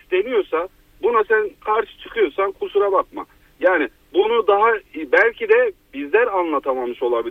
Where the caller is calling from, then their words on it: Antalya, Turkey; Antalya'dan.